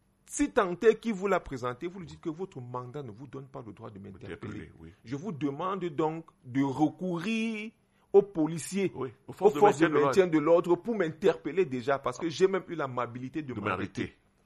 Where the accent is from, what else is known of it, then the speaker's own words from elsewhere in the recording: Cameroon; je suis Camerounais.